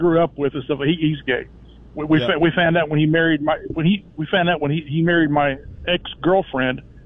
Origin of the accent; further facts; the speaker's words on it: Compton, California, United States; moved away; I'm from Compton. Buddy. I'm from Compton originally.